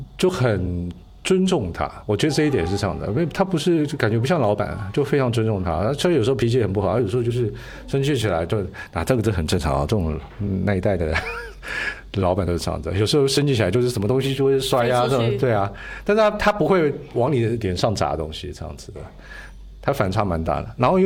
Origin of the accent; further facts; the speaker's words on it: Taiwan; moved away; 不会因为是我来自台湾